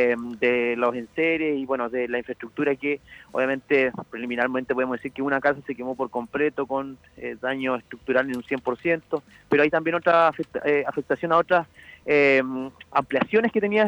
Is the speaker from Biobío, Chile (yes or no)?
no; Quellón, Los Lagos, Chile; somos de Quellón